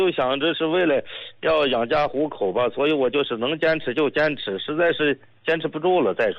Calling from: Shandong, China; 我家是山东的

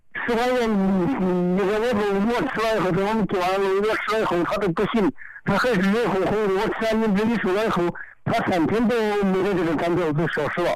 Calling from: Baokang, Hubei, China; 我是湖北保康县芝麻镇浪坡村

